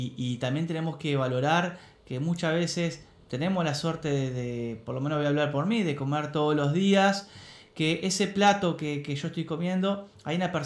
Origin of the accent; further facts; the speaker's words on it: Entre Ríos, Argentina; yo soy entrerriano de pura cepa y acá no importa si sos de Gualeguaychú, si sos de Concepción, sos de Paraná, yo soy entrerriano de pura cepa